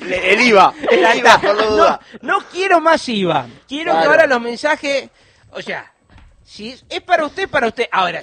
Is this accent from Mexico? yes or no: no; Paraguay; Sí, pero tengo una gana de decir Paraguay, yo soy muy paraguayo.